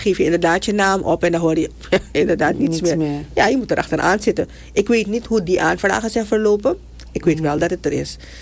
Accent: Suriname; Ik had ook altijd zoiets van, weet je, ik ben een Surinaamse burger. Ik heb in Suriname gestudeerd.

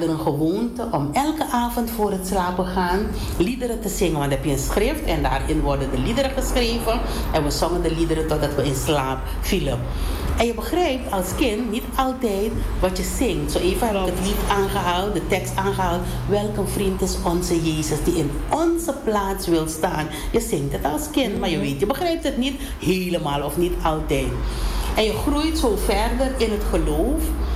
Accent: Paramaribo, Suriname; born there; ik heb als kind gezeten op de Op een EBG-school. EBG-school, dat is HPG Latour School 1. Mm-hmm. Aan de Sapakara-straat, dat is mijn basisschool geweest.

